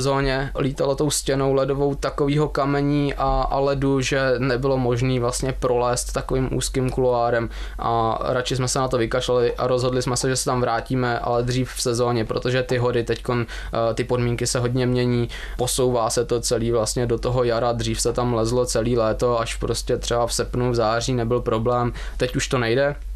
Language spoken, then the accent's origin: Czech; Karlovy Vary, Karlovy Vary Region, Czechia; Myslím si, že určitě v Praze, v Karlových Varech, odkud pocházím, budou přednášky pro horolezeckou komunitu